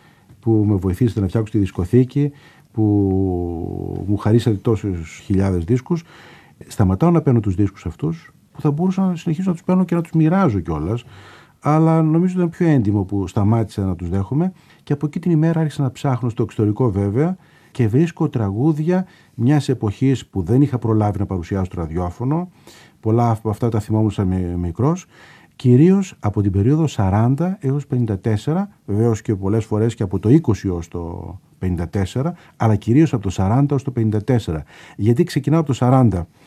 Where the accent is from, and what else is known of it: Thessaloniki, Central Macedonia, Greece